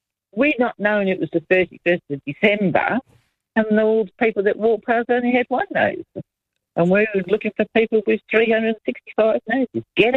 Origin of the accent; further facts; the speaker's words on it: South East England, United Kingdom; In Hampshire.